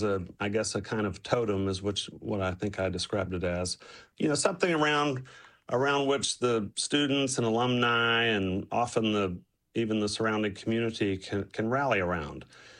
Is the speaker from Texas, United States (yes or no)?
yes; Temple, Texas, United States; And I grew up in Temple. I was a Wildcat, but small town of Academy nearby are the Bumblebees